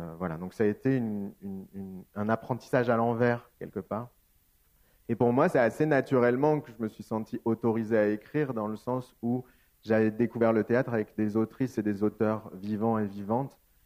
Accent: Avignon, Provence-Alpes-Côte d'Azur, France; je suis né à Avignon. J'ai grandi dans un quartier qui s'appelle la Croix des Oiseaux, qui est en dehors des remparts. Et puis après, j'ai habité au Pont des Deux Eaux. J'ai fait mon lycée au lycée Mistral

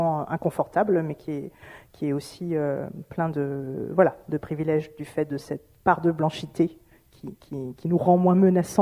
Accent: Brittany, France; Ah, mais comment ça se fait que tu parles français? D'où viens-tu? De Bretagne. Non, mais d'où viens-tu vraiment?

